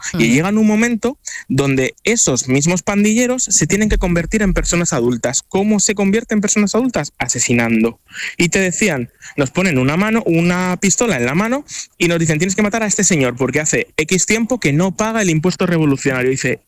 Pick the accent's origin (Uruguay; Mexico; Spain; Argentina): Spain; Madrid, Community of Madrid; yo que soy de Madrid